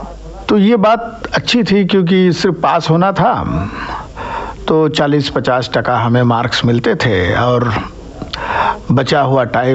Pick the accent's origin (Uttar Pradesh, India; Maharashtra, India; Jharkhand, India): Maharashtra, India; Ahmednagar; अहमदनगर में ही मेरी पढ़ाई हुई, स्कूल की, कॉलेज की, वहीं मैंने थिएटर किया, एक्टिंग की। मेरे गांव में पानी कम है लेकिन मेरा गांव छोटा है